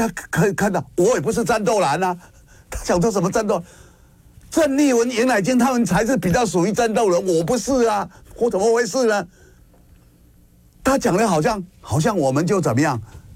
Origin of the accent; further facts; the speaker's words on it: Kinmen County, Taiwan; 我是福建金门人嘛。这个就是我的家嘛